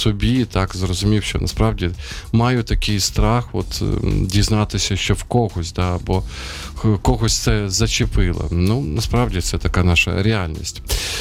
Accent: Sumy, Sumy Oblast, Ukraine; відкрив новини і подивився, що моє рідне місто, Суми, теж бомбардували.

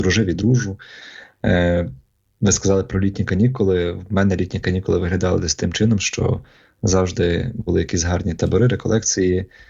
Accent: Ivano-Frankivsk, Ivano-Frankivsk Oblast, Ukraine; born there; я є священником греко-католицьким, народився, проживаю в Івано-Франківську

